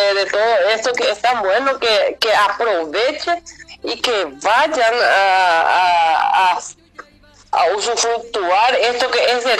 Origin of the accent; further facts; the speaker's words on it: Paraguay; Que somos bien paraguayos y que estamos acá